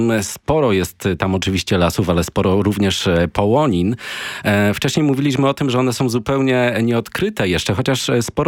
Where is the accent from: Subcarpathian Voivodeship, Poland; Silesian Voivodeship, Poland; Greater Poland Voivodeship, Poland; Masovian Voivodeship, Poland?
Subcarpathian Voivodeship, Poland; Sanok; born there; ponieważ ja urodziłem się w takim miejscu, w Sanoku dokładnie, bardzo blisko Bieszczad, to 80 kilometrów